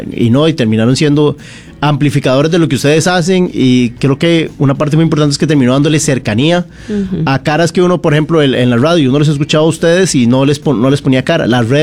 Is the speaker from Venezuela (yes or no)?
no; Costa Rica; compré vuelo y me devolví a Costa Rica. Eso era porque el equipo era casi, eran como 9 guatemaltecos y habían 3 jefes de información, eran 2 de México y yo.